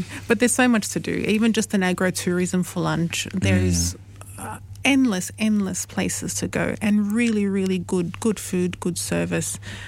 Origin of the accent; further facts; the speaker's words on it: Australia; also born or lived in Albania; I find Australians, we're very open in conversation.